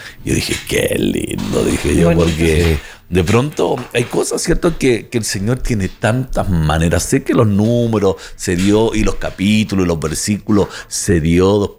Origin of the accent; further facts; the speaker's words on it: Chile; Nosotros decimos aquí en Chile, para decir 24-7 es siempre.